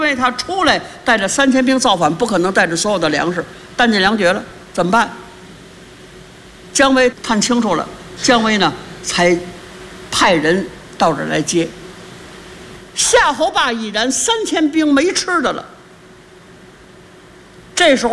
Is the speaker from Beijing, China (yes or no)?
yes; Beijing, China; 咱们北京人有这毛病